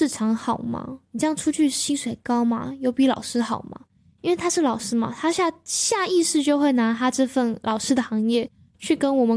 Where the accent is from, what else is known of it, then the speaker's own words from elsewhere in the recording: Taipei, Taiwan; 我是一个很想从家里搬出去的人，但是我想在台北工作，但是我家在台北，所以就很麻烦。